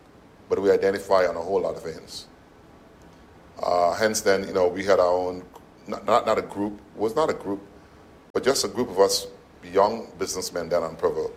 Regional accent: Bottle Creek, North Caicos, Turks & Caicos Islands; But I grew up on Alcakis. And, you know, growing up in particular Bottle Creek, I grew up in the Buffalo Church.

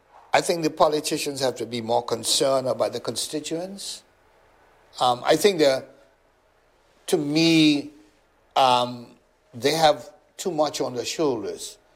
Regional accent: Cockburn Harbour, South Caicos, Turks & Caicos Islands; I grew up in East Harbor, and when I left school, there were no opportunities there.

